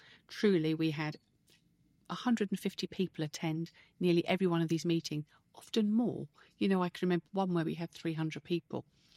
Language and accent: English; Camberley, South East England, United Kingdom; I'm actually a local resident. I was from Camberley. So Frimley Park's my local hospital.